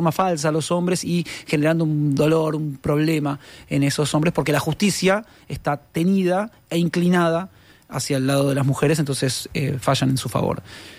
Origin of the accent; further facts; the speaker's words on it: Argentina; no es porque soy argentino